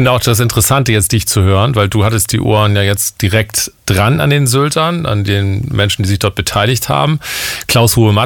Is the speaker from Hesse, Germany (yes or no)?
no; Husum, Schleswig-Holstein, Germany; ich bin in Husum groß geworden, wenn ich da so irgendwo vorbeifahre und meine alte Grundschule abgerissen ist